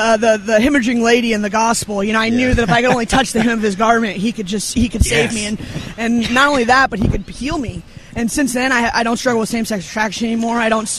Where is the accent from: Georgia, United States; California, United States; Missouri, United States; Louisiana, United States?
California, United States; Sacramento; I come from Sacramento, California. Yeah, I know, all the way out there.